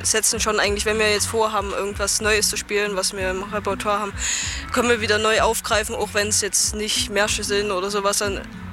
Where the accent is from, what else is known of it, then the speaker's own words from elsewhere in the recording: Drehbach, Saxony, Germany; Ich komme aus Drehbach und ich spiele Schlagzeug oder auch Percussion, eigentlich beides.